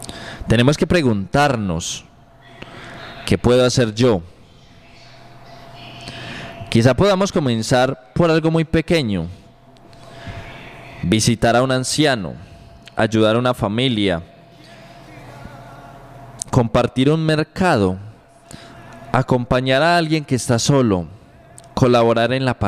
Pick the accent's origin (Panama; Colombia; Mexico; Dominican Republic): Colombia; Antioquia; a unirnos como pueblo antioqueño, no solo ayudar a nuestra Antioquia